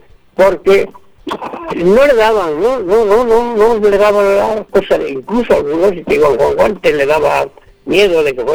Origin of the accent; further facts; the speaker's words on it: Cejas de Aliste, Castile and León, Spain; now in Rabanales de Aliste, Spain; yo no soy de Rabanales. Yo soy de Cejas de Aliste.